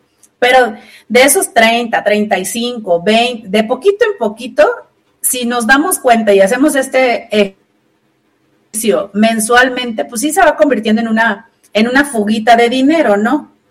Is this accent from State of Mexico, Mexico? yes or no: no; Alvarado, Veracruz, Mexico; Por ejemplo, yo que soy de Alvarado, en Alvarado antes no había cajeros ni bancos, pero había Coppel.